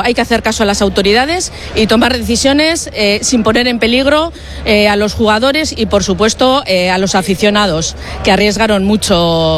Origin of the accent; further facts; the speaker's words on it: Zamudio, Basque Country, Spain; Arratsaldeon … de Zamudio.